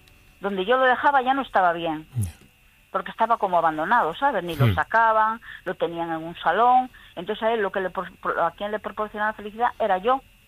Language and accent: Spanish; La Lanzada, Galicia, Spain